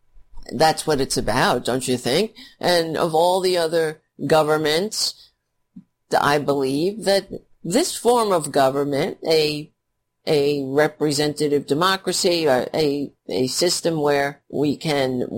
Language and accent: English; New York City, New York, United States; I served this country in uniform after witnessing the towers fall in my hometown, and I felt like I needed to do something to help.